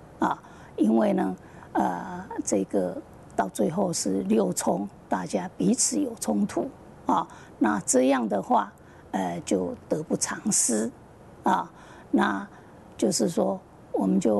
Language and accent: Chinese; China; 我们中国人就是太注重这个情